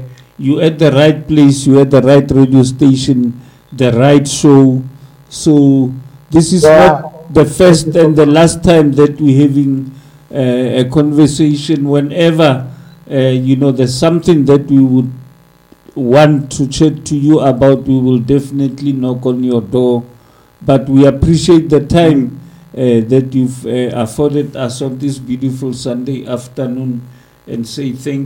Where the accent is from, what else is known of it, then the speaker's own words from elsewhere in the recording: South Africa; So, you feel proud as a South African, because jazz is actually part of our heritage, part of our identity as South Africans.